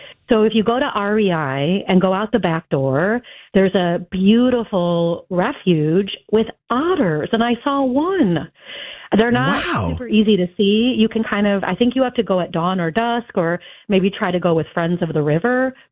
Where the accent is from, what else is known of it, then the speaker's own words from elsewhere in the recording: Chicago, Illinois, United States; also born or lived in Santa Monica; When I was born, we lived on Ravenswood. And I was raised mostly in Rogers Park, but I lived in Hyde Park, Wicker Park, you know, uptown, many areas of Chicago. I moved away when I was in my 20s to Santa Monica.